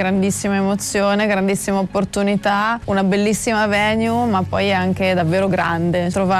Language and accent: Italian; Liguria, Italy; io sono ligure